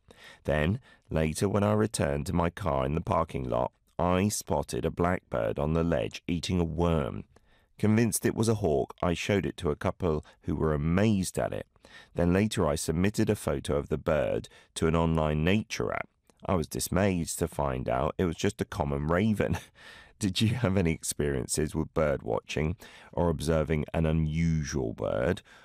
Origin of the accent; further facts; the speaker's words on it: United Kingdom; moved away as an adult; now in Korea; as a Brit here in Korea